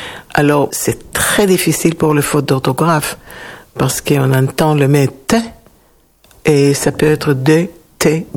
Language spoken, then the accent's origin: French; Israel; accent: Hebrew-influenced; French is a second language; comme je parle, mon accent est influencé par l'hébreu.